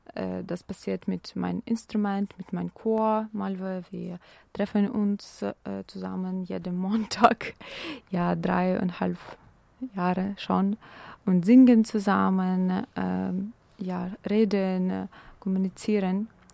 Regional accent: Ukraine; now in Berlin, Germany; Ja, und für mich ist die Bandura genau diese Verbindung. Sie kommt aus meiner Heimat, aus der Ukraine. Aber heute spiele ich sie in Berlin für Menschen aus vielen verschiedenen Ländern.

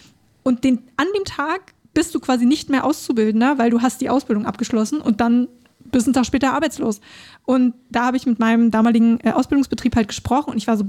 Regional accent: Neuruppin, Brandenburg, Germany; born there; accent: Berlin dialect; now in Berlin, Germany; für mich als Brandenburgerin natürlich irgendwie um die Ecke

